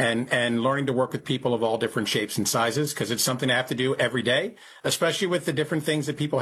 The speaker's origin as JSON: {"language": "English", "town": "Wilmington", "region": "Delaware", "country": "United States", "tie": "born or raised there", "lives_now": "Glen Mills, United States", "said": "So I grew up in Wilmington, Delaware. I currently live now in Glen Mills, Pennsylvania. I am the youngest of two in my family."}